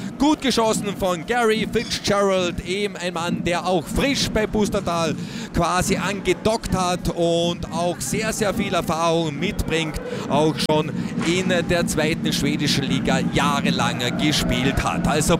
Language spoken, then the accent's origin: German; Austria; Jakob würde es bei uns in Österreich heißen.